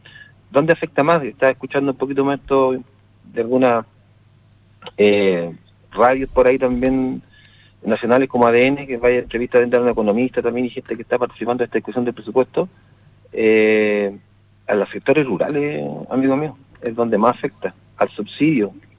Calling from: Chile

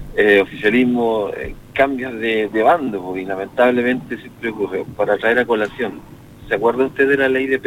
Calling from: Chile; nosotros seguimos como chilenos esperando que cambie el rumbo del país

